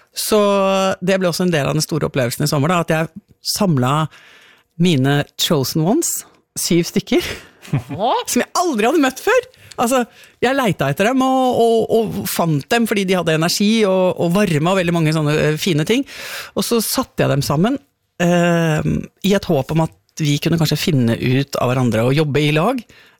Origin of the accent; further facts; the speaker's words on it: Toten, Innlandet, Norway; du minner meg om gården der jeg vokste opp på Toten.